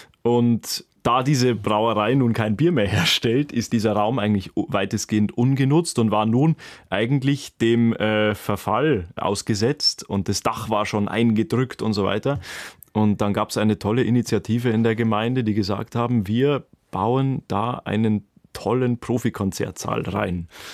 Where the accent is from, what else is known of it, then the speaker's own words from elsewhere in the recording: Osterhofen, Bavaria, Germany; also born or lived in Deggendorf; Geboren in Deggendorf, aufgewachsen in Osterhofen.